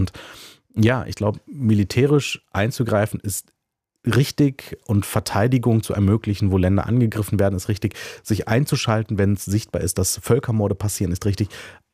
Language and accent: German; Germany; Also wir als Deutsche.